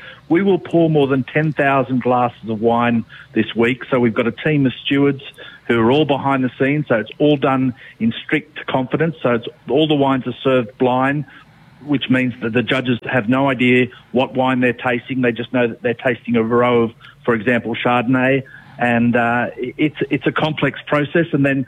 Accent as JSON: {"language": "English", "region": "New South Wales", "country": "Australia", "tie": "born or raised there", "said": "Yes, so I was lucky enough to be around the Hunter and I've been in the wine industry pretty much on and off my whole life, Graham."}